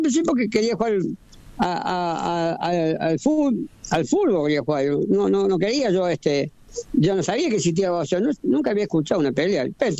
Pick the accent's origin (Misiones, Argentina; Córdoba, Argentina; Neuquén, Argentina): Córdoba, Argentina; porque soy el primer boxeador argentina, campeón del mundo en doble categoría, el primero y soy de Córdoba, la Canzalia, Córdoba